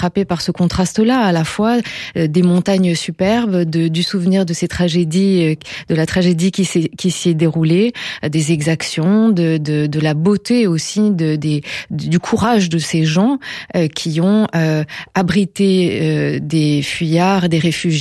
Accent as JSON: {"language": "French", "area": "Romans-sur-Isère", "region": "Auvergne-Rhône-Alpes", "country": "France", "tie": "born or raised there", "said": "Oui, moi j'ai grandi au pied du Vercors. J'ai grandi à Romont, qui est une petite ville."}